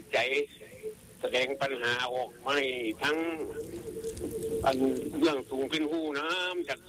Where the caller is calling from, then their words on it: Chaiyaphum, Thailand; มาจากชัยภูมิครับ